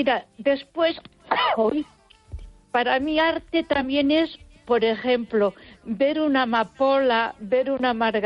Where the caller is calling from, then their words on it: Ponferrada, Castile and León, Spain; Soy … de Ponferrada.